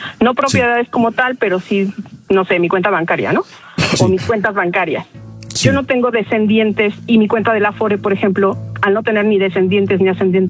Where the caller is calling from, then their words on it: Mexico City, Mexico; De la CDMX.